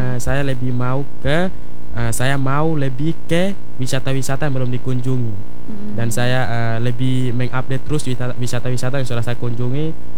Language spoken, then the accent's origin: Indonesian; Alor, East Nusa Tenggara, Indonesia; saya ingin lebih mengupdate terus wisata yang ada di Kabupaten Alor di daerah saya sendiri